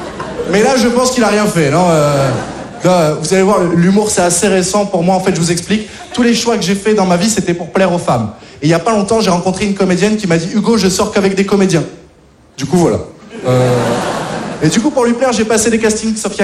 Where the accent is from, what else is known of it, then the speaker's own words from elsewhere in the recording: south of France, France; now in Paris, France; moi aussi, je suis un beauf, je viens du Sud, et j'ai remarqué un petit truc en arrivant sur Paris